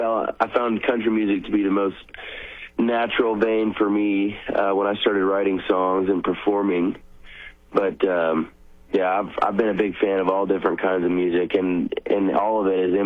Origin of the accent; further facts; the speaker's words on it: San Antonio, Texas, United States; now in Granbury, United States; I grew up in San Antonio, Texas. I'm currently living in Granbury, which is just south of Fort Worth up in North Texas.